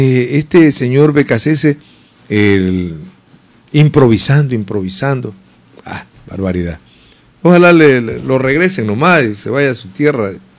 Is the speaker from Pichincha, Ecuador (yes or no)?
no; Esmeraldas, Ecuador; mi abuela era muisneña. Yo de aquí, de Esmeralda. Siempre tengo un amor por mi tierra